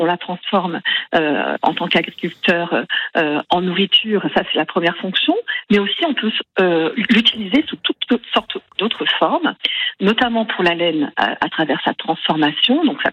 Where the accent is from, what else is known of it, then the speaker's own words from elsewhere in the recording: Ecuador; now in France; j'ai vécu mon enfance en Amérique du Sud, en Équateur, le pays de la Pachamama, et dans une grande ferme avec moutons, alpagas.